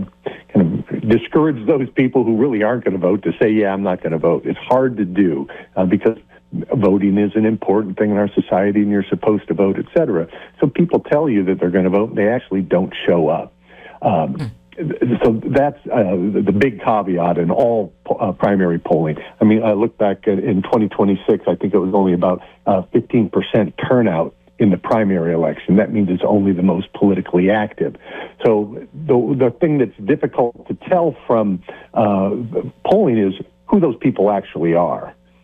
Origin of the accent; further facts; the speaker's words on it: Ohio, United States; now in New Hampshire, United States; I'm from Ohio.